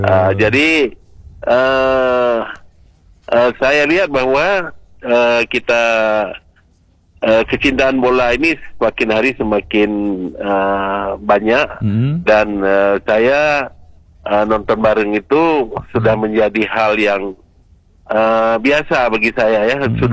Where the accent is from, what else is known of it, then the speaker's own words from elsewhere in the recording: Aceh, Indonesia; Saya kira kita Aceh